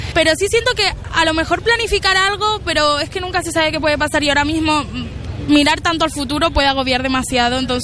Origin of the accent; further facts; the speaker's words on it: Spain; Soy la única española en un piso de Erasmus. Sí, en mi propio país he hablado muy poco español